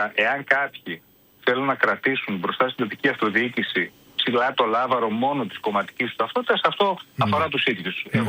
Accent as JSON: {"language": "Greek", "town": "Serres", "region": "Central Macedonia", "country": "Greece", "said": "Εγώ είμαι από Σέρες."}